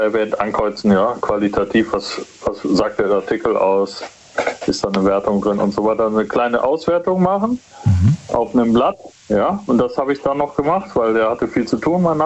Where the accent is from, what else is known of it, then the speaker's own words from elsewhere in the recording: Stuttgart, Baden-Württemberg, Germany; ich komme aus Stuttgart und da gibt es viele Staffeln